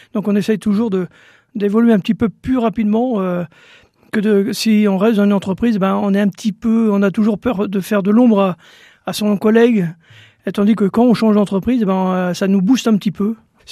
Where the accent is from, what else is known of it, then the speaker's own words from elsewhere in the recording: Normandy, France; now in Sarthe, France; C'était assez loin de chez moi parce que je suis originaire de la Manche, à côté du Mont-Saint-Michel. Très belle région. Mais maintenant, je suis sartois.